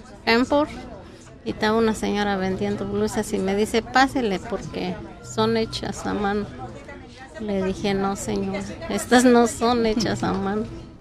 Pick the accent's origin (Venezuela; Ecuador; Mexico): Mexico; Santa María Asunción; a todos los de mi pueblo de Santa María Asunción